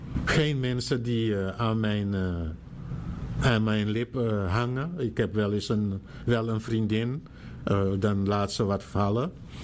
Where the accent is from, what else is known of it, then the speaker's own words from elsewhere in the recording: Suriname; now in Netherlands; ik ben een Surinamer, maar de dag dat ik hier dus gekomen ben, 20 januari 1971